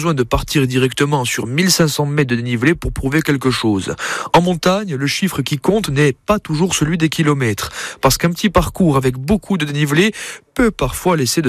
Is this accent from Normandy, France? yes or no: no; Corsica, France; chez nous en Corse